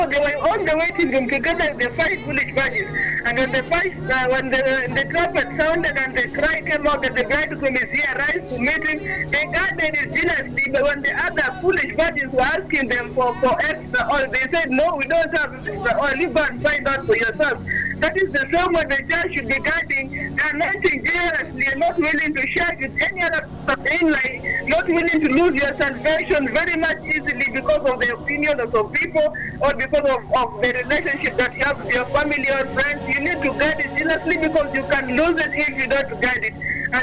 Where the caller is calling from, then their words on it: Georgia, United States; I'm calling you from Georgia.